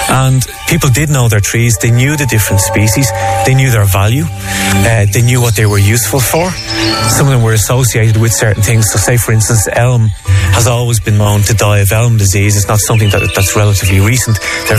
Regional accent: Ireland; it should almost be a patriotic thing, you know, that woodlands are as Irish as our language, and we really had such a great connection with our woodlands throughout our history.

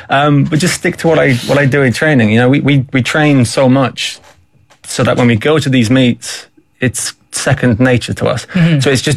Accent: Ireland

